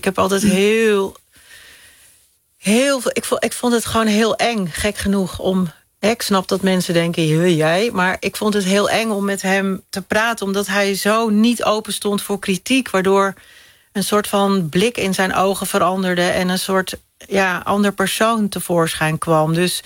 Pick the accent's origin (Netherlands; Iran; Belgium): Netherlands; Hoevelaken, Gelderland; Dit was in Hoevelaken, waar ik opgegroeid ben.